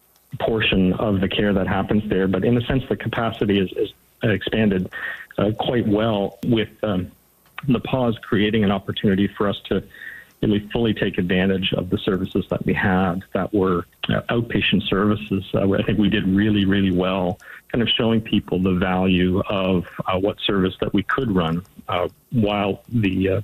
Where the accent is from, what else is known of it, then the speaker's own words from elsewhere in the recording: southern Cape Breton Island, Nova Scotia, Canada; I was born and raised in Aarhushat and in the southern portion of the island, and I got to experience firsthand what trying to access healthcare looked like in a very rural area.